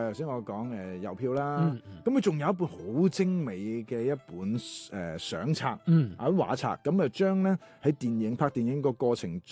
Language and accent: Cantonese; Macau; 咁因為咧，我本身係雖然澳門人啫，但我好少一直都冇講朱仲文呢個人嘅喺澳門。